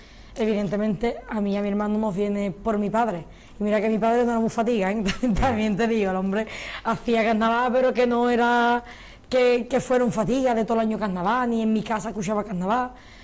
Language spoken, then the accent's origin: Spanish; Cádiz, Andalusia, Spain; la gente que somos de Cádiz, que nos gusta el carnaval